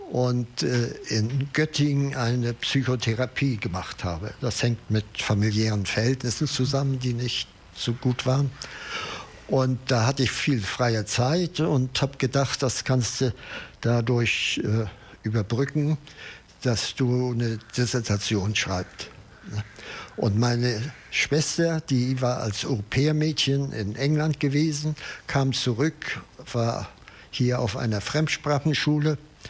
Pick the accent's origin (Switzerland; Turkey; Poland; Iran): Poland; West Pomeranian Voivodeship; Wir stammen aus Pommern und ich habe nur Bauern bei meinen Vorfahren.